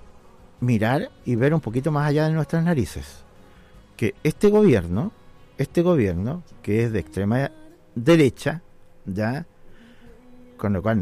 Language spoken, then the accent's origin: Spanish; Chile